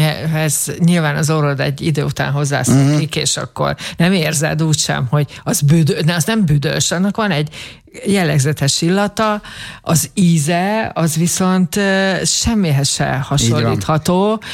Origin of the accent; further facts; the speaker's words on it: Veszprém County, Hungary; én a Balaton felvidéken nőttem fel